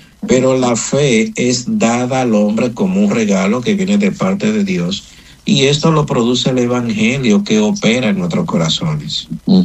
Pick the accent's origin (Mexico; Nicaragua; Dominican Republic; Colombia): Dominican Republic; moved away as an adult; now in Puerto Rico; Tengo 18 años viviendo en Puerto Rico y he podido ver eso, porque eso no solamente lo he podido ver en mi país, en la República